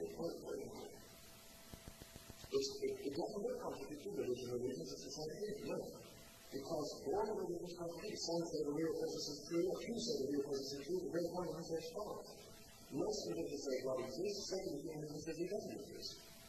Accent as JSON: {"language": "English", "region": "England", "country": "United Kingdom", "said": "I'm an Englishman"}